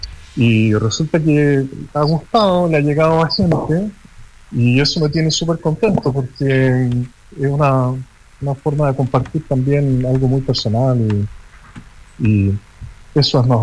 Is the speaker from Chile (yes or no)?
yes; Santiago, Santiago Metropolitan Region, Chile; also born or lived in Paris, France; Y después viví 18 años en Francia, en París. Y entonces si bien yo aprendí música de chico acá en Chile, en Santiago